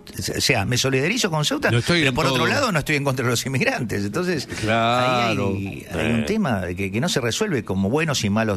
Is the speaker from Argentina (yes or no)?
yes; Argentina; Somos argentinos, ¿qué querés? Es así.